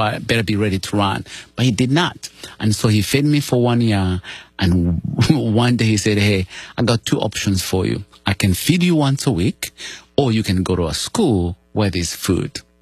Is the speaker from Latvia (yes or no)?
no; Uganda; You know, well, I come from Uganda and grew up poor of the poorest. You know, as a kid, I had to go fetch water 3 to 4 miles away.